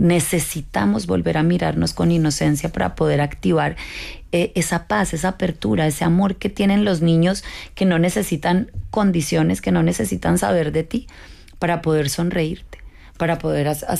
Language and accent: Spanish; Colombia; yo vengo de Colombia, que es un país con mucho conflicto